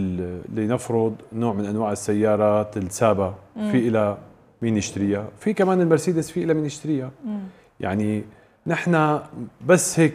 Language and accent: Arabic; Syria; أنا لما نحكي كسوري